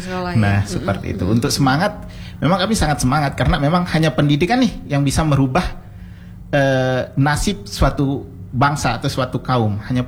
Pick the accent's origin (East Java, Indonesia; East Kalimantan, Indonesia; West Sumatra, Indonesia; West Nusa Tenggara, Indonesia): West Nusa Tenggara, Indonesia; Lombok; di Lombok, daerah saya tepatnya itu